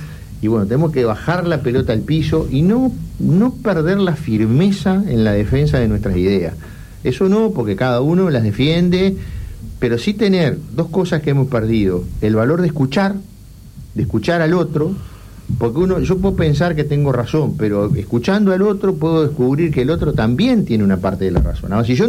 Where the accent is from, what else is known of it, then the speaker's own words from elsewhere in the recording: Cerro Largo, Uruguay; moved away; vamos a estar pronto de nuevo por Cerro Largo. Bien. Me queda la visita a mi pueblo natal.